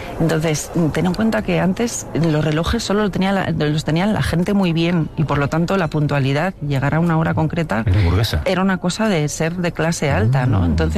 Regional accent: Ponferrada, Castile and León, Spain; y además que yo soy una parvenida de Ponferrada.

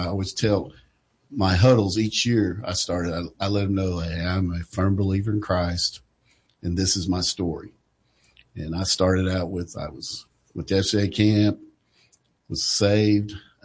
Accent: Jacksonville, Arkansas, United States; I grew up in Jacksonville with Arkansas Tech, played football there.

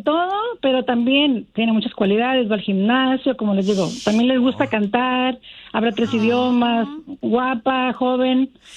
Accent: Guadalajara, Jalisco, Mexico; Es tapatía, somos de Guadalajara.

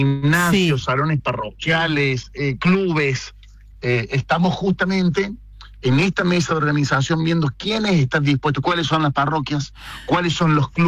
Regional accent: Córdoba, Argentina; somos la provincia de Córdoba

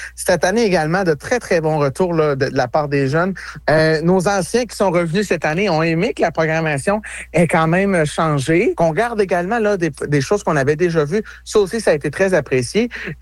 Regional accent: Quebec, Canada; comment ça fonctionne dans les fermes chez nous en Abitibi-Ouest.

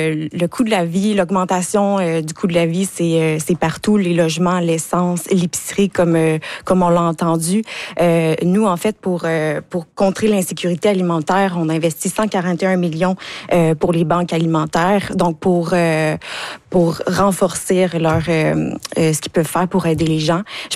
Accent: Rimouski, Quebec, Canada; Je suis native de Rimouski et fière ambassadrice de ma région depuis toujours.

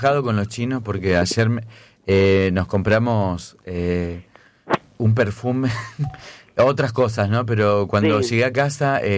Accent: Argentina

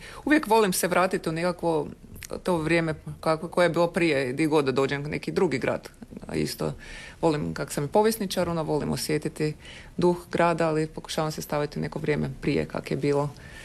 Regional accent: Podravina, Croatia; accent: Kajkavian; now in Zagreb, Croatia; Da, pogotovo gore, ja znam, ja sam iz Podravine, tam se uvijek nekako to istovećivalo sa Gruntovčanima, onako, svi smo mi kao dudek i bedaki gore i tak.

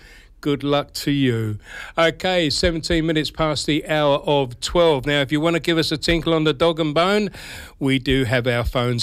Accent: Paddington, London, United Kingdom; born there; I was born in Paddington.

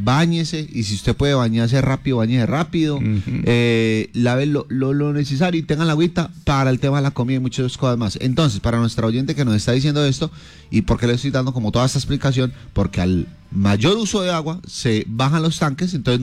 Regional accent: Risaralda, Colombia; somos risaraldenses de corazón, de empuje, de berraquera.

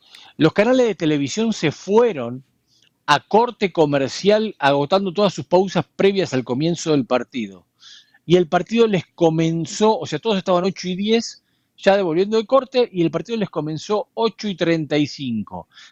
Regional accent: Argentina; yo soy argentino

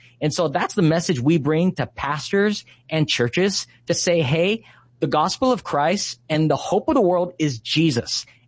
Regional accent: Hawaii, United States; I'm born and raised on Maui. I'm a local boy here. And we started the chapter out of Maui.

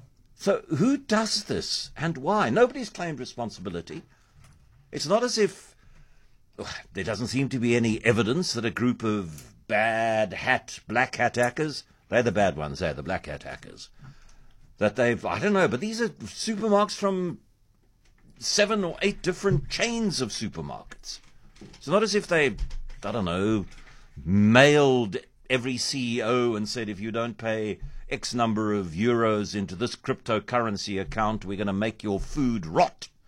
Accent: Eastern Cape, South Africa; growing up in the Eastern Cape

